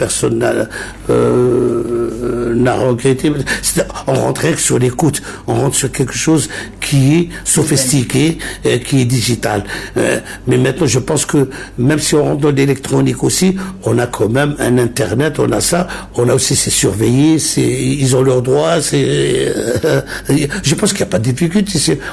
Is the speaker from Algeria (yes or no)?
yes; West, Algeria; Même chez moi, j'ai trouvé des difficultés parce que nous, les gens de l'Ouest, on a notre langue, notre dialecte qui est différent de l'autre côt